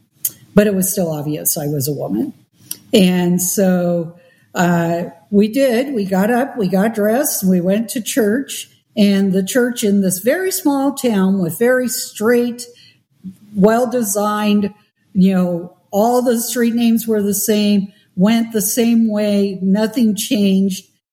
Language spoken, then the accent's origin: English; Seattle, Washington, United States; Well, remember, I'm from Seattle.